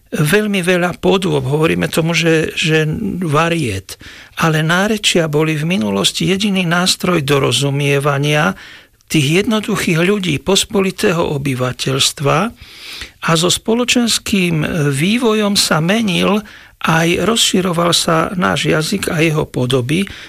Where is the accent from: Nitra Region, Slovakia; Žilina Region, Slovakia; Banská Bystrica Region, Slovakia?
Banská Bystrica Region, Slovakia; Lovinobaňa; accent: Novohrad dialect; Tak môjim národným nárečím je novohradské nárečie. Pochádzal som a pochádzam z novohradskej dediny Lovinobaňa, ktorá bola od 13. storočia pôvodnou poľnohospodárskou a baníckou osadou.